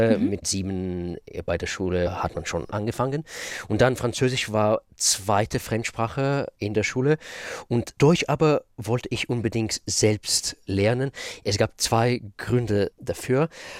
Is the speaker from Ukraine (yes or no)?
no; Israel; born or raised there; German is a second language; moved away as an adult